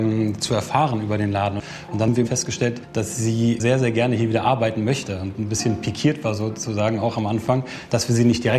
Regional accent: Berlin, Germany; born there; bin Teilinhaber der Parfümerie Harry Lehmann. Ich bin in Charlottenburg geboren. Inzwischen wohne ich auch hier in der Kantstraße.

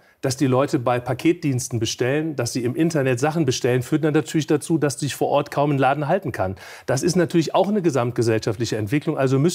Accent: Cologne, North Rhine-Westphalia, Germany; ich komme ja aus Schönberg und Pfingst in Köln, wo der Pfarrer Meurer mein Pastor gewesen ist.

